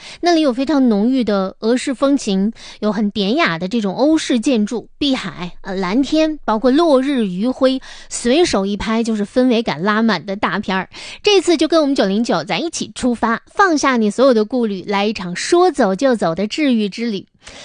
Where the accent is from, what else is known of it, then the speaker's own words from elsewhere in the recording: Northeast China, China; now in Harbin, China; 这是独属于我们东北人出境游的一种福利